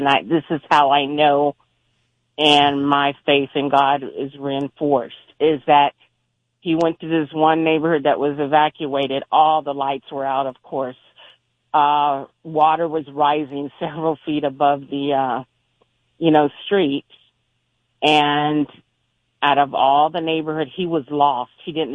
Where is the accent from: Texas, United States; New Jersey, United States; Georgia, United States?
Texas, United States; Houston; I'm originally from Houston, native Houstonian